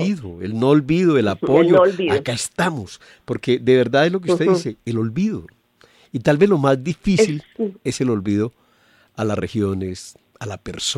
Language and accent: Spanish; Colombia; Somos Colombia, somos todos muy fuertes